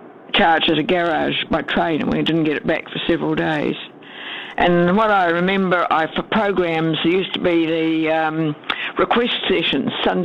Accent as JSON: {"language": "English", "region": "Otago", "country": "New Zealand", "tie": "born there", "also_born_or_lived": "Dunedin / Auckland", "moved": "as an adult", "lives_now": "Christchurch, New Zealand", "said": "I was born in the Catlins, went to Dunedin to work, went to Dunedin first, Auckland first, married."}